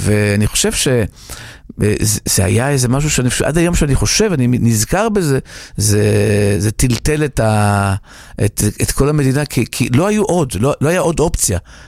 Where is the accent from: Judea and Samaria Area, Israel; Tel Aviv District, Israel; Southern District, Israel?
Tel Aviv District, Israel; Tel Aviv; גדלתי ברמת אביב, למדתי בית ספר אליאנס ברמת אביב, אמא אוסטרו-הונגרית